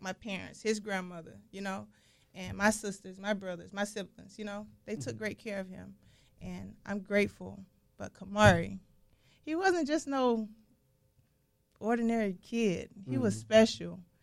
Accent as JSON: {"language": "English", "town": "Apopka", "region": "Florida", "country": "United States", "tie": "born or raised there", "said": "Apopka, Florida."}